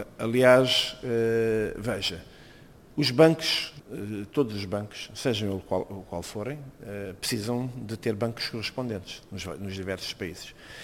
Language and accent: Portuguese; Cape Verde; nós, Cabo Verde tem um problema de escala, okay? Somos 500 mil habitantes.